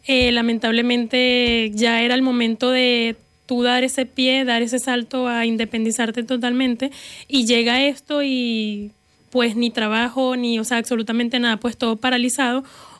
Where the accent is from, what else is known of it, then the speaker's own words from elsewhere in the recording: Venezuela; Claro, claro, claro que me gustaría volver a Venezuela. Ya está mi familia, es mi tierra, es mi país.